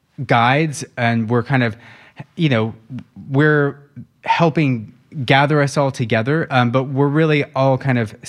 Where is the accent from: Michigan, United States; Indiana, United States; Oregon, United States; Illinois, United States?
Oregon, United States; Sunriver; also born or lived in Los Angeles / London; It was. I grew up in Sun River, Oregon, and both of my parents very outdoorsy, you know, hunting, fishing, kayaking, golfing.